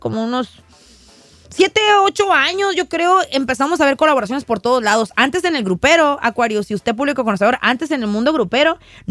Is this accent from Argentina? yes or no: no; Mexico; soy mexicana